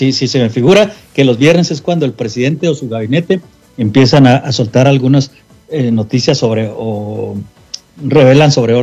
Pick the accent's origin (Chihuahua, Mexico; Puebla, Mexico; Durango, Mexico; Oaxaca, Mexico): Chihuahua, Mexico; now in Denver, United States; los que somos de Chihuahua, los que somos del norte de México